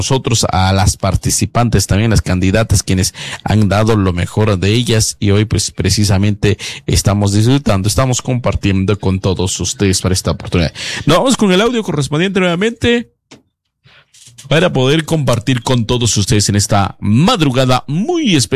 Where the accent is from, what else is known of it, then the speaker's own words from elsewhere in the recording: Guatemala; como buenos guatemaltecos, como buenos chapines que somos.